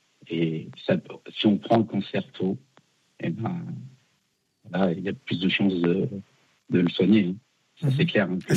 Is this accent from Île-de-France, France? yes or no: no; Lyon, Auvergne-Rhône-Alpes, France; Oui, donc c'est ce que je te disais, donc je viens de Lyon.